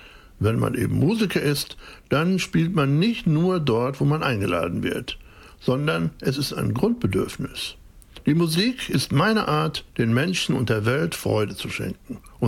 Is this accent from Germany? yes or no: no; Rēzekne, Latgale, Latvia; Erst letzte Woche habe ich in Rēzekne, meiner Heimatstadt, so ein kleines Volksfest gesehen.